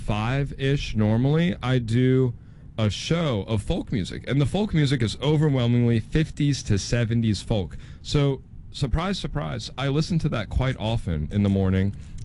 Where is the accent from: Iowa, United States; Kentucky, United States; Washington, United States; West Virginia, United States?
Kentucky, United States; I'm from like the same place in Kentucky.